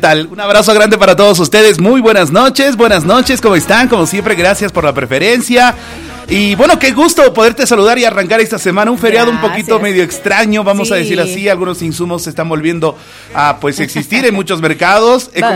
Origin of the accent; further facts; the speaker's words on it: Oruro, Bolivia; moved away; en la ciudad de Oruro, de donde yo vengo, donde he crecido pues mi infancia, he estado en mi infancia allá en mi lindo Oruro